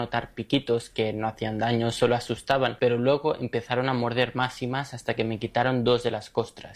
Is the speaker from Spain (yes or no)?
yes; Catalonia, Spain; Es un pez que también está en mi pueblo, en la Costa Brava